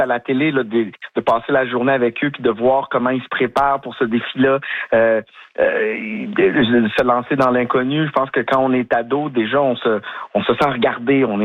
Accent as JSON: {"language": "French", "town": "Quebec City", "region": "Quebec", "country": "Canada", "said": "Je sais pas si c'est parce que je viens de Québec"}